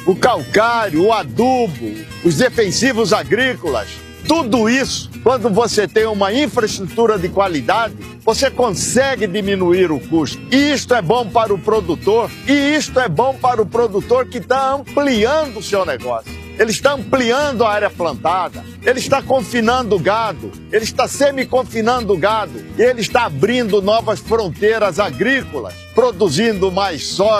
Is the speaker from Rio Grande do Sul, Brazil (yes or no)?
no; Mato Grosso, Brazil